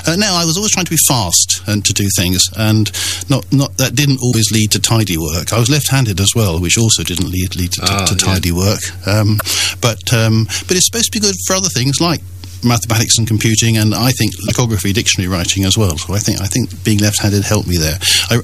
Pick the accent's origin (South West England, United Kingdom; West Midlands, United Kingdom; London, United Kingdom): South West England, United Kingdom; Cheltenham; Anyway, I was born in Cheltenham, and we lived round about Catherley Park. In fact, we lived on Bournside Road